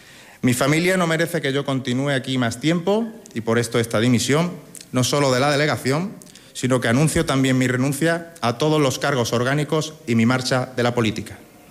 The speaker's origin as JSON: {"language": "Spanish", "region": "Ceuta", "country": "Spain", "tie": "born or raised there", "said": "Nadie debería haber olvidado que yo soy de Ceuta y que esta ciudad me duele desde la Cabilla hasta el Hacho. Aquí nací, estudié, aquí trabajo y aquí están mi familia, amigos y mi mujer."}